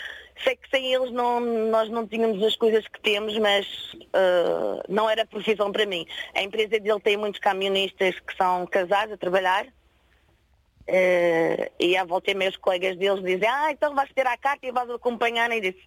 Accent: Porto Santo, Madeira, Portugal; Eu sou da Ilha do Porto Santo.

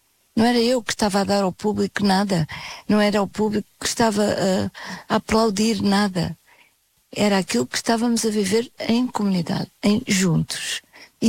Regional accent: Portugal; also born or lived in Germany / Brazil / Switzerland; sempre me senti em casa em Portugal. Posso ficar irritada com... mas sou portuguesa, não tenho pretensão de ser diferente.

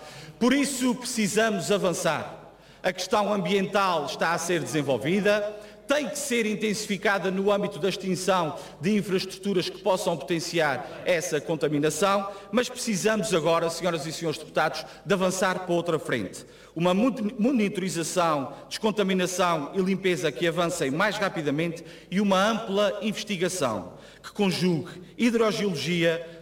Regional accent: Praia da Vitória, Azores, Portugal; residente, nascido e criado no Conselho da Praia da Vitória

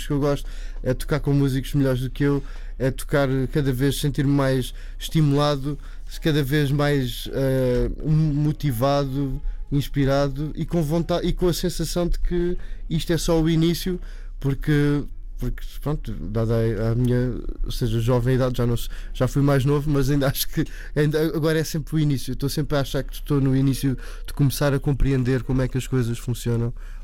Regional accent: Portugal; como nós a falarmos inglês temos sotaque, não é? Temos um sotaque português

